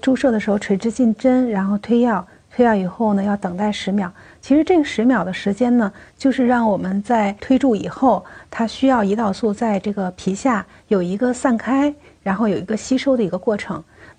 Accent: China; 我们中国人

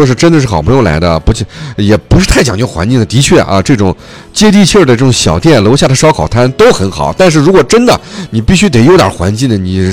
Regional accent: Xinjiang, China

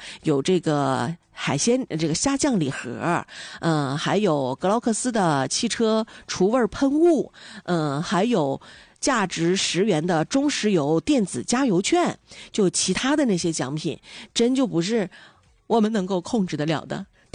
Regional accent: Dalian, Liaoning, China; 是啊，必须是啊，小子前就在大连出生的，但是我籍贯上写的是山东老家，然后长大了以后，我爸我妈还带我回了一趟山东老家。

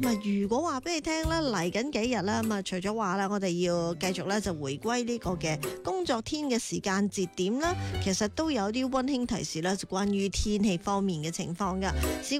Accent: Guangdong, China; 我哋广东人

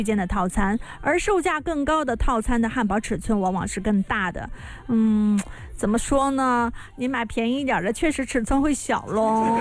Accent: Jiangxi, China; 你哪里人？我说我是江西人。

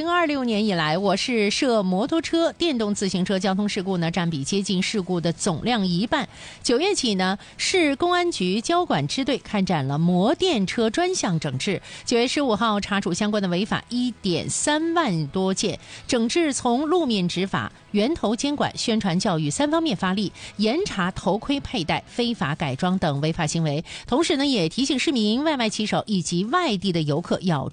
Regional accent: Dalian, Liaoning, China

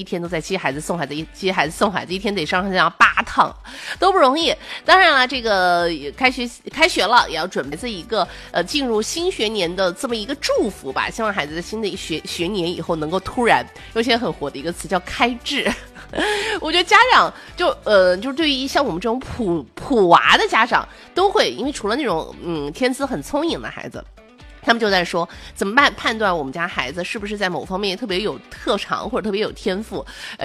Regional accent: China; 我们中国人

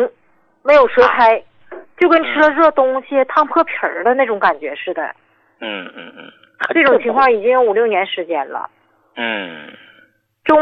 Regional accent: Qiqihar, Heilongjiang, China; 你好你好，我是来自黑龙江齐齐哈尔的、

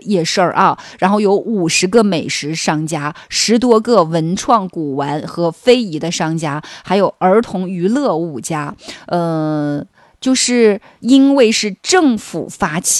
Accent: Northeast China, China; 也是让我们东北人很自豪的一件事情

